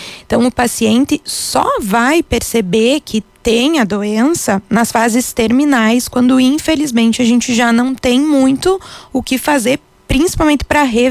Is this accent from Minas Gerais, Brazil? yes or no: no; Ijuí, Rio Grande do Sul, Brazil; moved away as an adult; also born or lived in Mogi das Cruzes / São Paulo; now in Encantado, Brazil; Eu sou natural então de Juí, lá na região noroeste do estado. Eu tô residindo aqui em Encantado já tem 4 anos, me apaixonei por essa cidade.